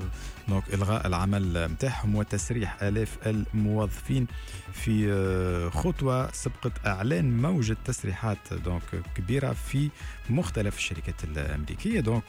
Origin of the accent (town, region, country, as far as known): Tunisia